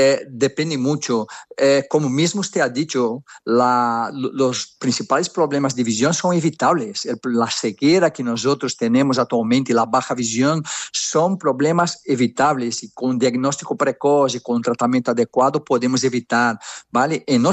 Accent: Brazil; Catalan is a second language; No, sóc brasiler, però mig català.

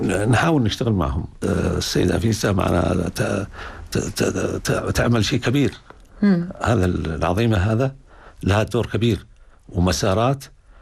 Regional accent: Marib, Yemen; أنا من كوين سبا، عشان فكرة أنا من مدن مارب اللي هي ملكة سبا، فيها سبا.

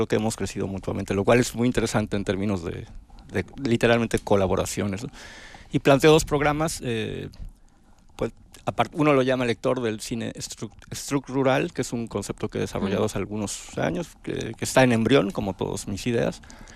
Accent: Mexico City, Mexico; born there; now in Oaxaca, Mexico; Nací en Ciudad de México, pero vivo en Oaxaca desde el 94 del siglo pasado

